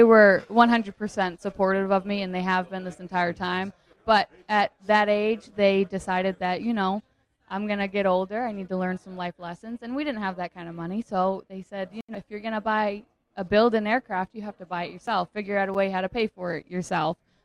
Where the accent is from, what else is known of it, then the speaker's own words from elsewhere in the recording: Maine, United States; now in Daytona Beach, United States; I'm originally from Maine, but I live in Daytona Beach going to Embry-Riddle.